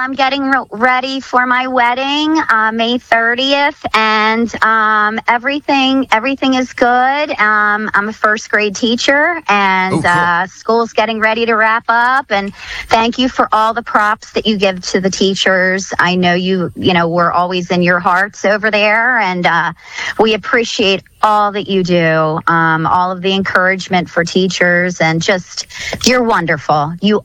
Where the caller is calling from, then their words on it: Downingtown, Pennsylvania, United States; I'm from Downingtown, Pennsylvania